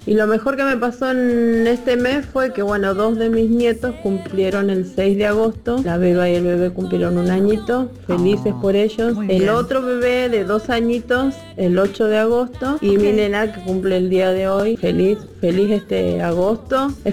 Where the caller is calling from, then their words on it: Florencio Varela, Buenos Aires Province, Argentina; de Varela